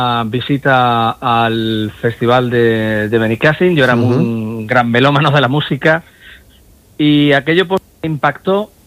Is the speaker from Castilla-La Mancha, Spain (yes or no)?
no; Alburquerque, Extremadura, Spain; en nuestro pueblo, en mi pueblo